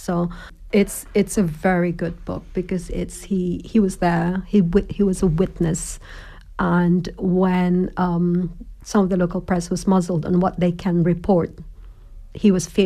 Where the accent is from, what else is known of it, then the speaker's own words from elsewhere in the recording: Davao, Mindanao, Philippines; moved away as an adult; also born or lived in Manila; I'm from Mindanao, but I was studying in Manila since 1985.